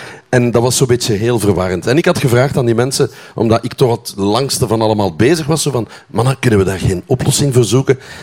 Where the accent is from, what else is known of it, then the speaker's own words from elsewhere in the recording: Hoegaarden, Flemish Brabant, Belgium; dan komen we van Hoegaarden.